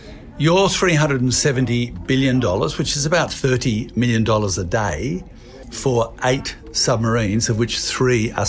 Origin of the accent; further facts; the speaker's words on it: Australia; we still, as Australian people, trying to work out the answer to that question